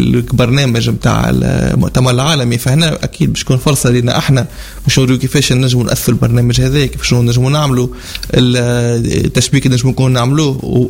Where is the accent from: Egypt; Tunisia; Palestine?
Tunisia; احنا من تونس